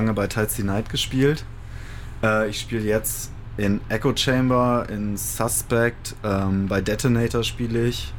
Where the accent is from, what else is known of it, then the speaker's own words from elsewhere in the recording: North Rhine-Westphalia, Germany; also born or lived in Paderborn; now in Cologne, Germany; Ich komme tatsächlich aus dem Sauerland. Genau, da bin ich aufgewachsen, habe dann eine Zeit lang in Paderborn gewohnt und bin vor mittlerweile fast 10 Jahren nach Köln gezogen.